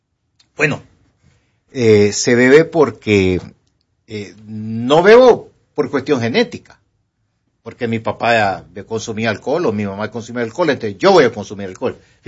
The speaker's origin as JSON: {"language": "Spanish", "country": "Honduras", "said": "yo no me fui de aquí, me dieron oportunidad de irme, pero yo no me quise ir por el amor a mi familia. ¿Y por qué me siento bien estar en mi país?"}